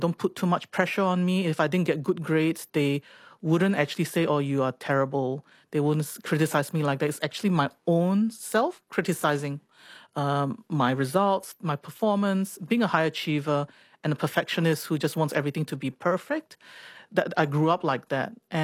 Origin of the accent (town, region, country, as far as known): Singapore; born or raised there; moved away as an adult